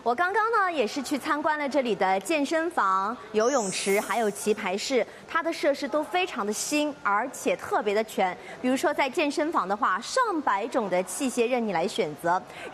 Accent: Shanghai, China; 我们上海人

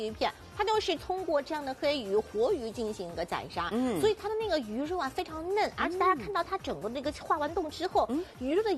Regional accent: Shanghai, China; 像我们上海人啊，比如说像这种什么这个带鱼呀

